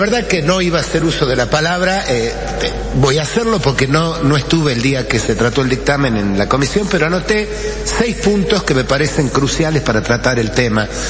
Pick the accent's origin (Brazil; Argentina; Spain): Argentina; San Martín, Salta; Yo vengo de San Martín, uno de los departamentos junto a Rivadavia, con la mayor extensión territorial fronteriza con el Estado Plurinacional de Bolivia.